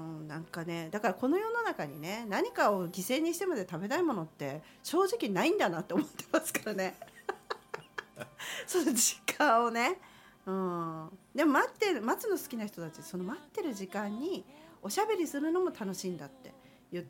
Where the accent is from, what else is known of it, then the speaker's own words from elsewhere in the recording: Sapporo, Hokkaido, Japan; 札幌から来てるんですよ私。